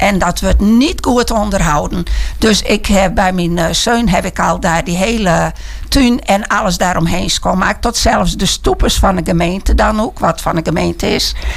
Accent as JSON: {"language": "Dutch", "town": "Harlingen", "region": "Friesland", "country": "Netherlands", "accent": "Harlingers", "said": "ik ben een Harlinger en ik blijf een Harlinger en ik praat Harlingers."}